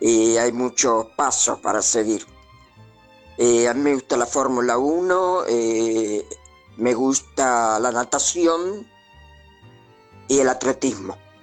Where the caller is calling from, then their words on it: Valvanera, Argentina; de Valvanera